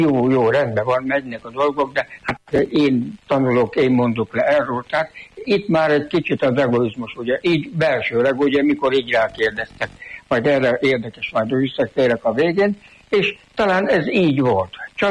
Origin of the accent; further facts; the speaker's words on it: Törtel, Pest, Hungary; Magamról röviden, Cegléd mellett 10 kilométerre lévő kis faluban Törtelen születtem, ott is még Tanyán, bábasszonynál, és 9-en voltunk testvérek. Petroleum lámpánál nőttem fel